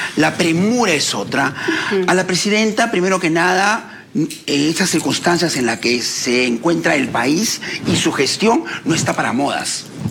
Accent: Peru; Seamos conscientes como peruanos.

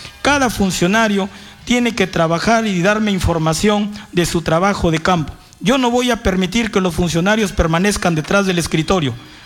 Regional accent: Talara, Piura, Peru; Yo soy de Mario Aguirre, Talara, y como soy de Mario Aguirre, a mí no me cuentan. Yo lo he vivido en el asentamiento humano, en la invasión Claudia Romero, hoy en Mario Aguirre

